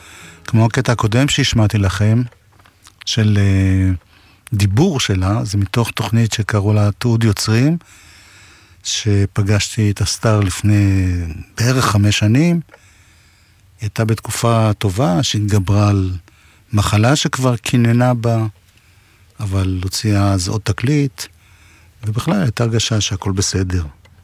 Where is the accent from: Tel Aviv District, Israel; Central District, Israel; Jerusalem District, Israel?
Jerusalem District, Israel; Jerusalem; כיוון ששנינו גדלנו באותה עיר, אני יליד 54, היא כמה חודשים אחריי, העיר היא ירושלים.